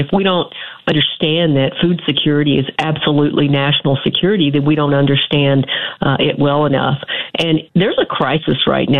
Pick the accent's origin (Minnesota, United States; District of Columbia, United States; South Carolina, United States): Minnesota, United States; I'm so ashamed, Richard, as a Minnesotan.